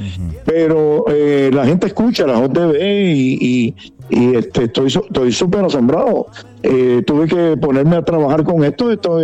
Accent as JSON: {"language": "Spanish", "town": "Guayama", "country": "Puerto Rico", "tie": "born or raised there", "moved": "yes", "said": "Por los años que yo me crié allá en Guayama, Puerto Rico."}